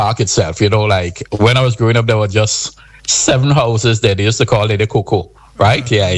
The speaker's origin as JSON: {"language": "English", "town": "St. George's", "region": "Saint George", "country": "Grenada", "tie": "born or raised there", "said": "But I grew up right there, right in Queens Park."}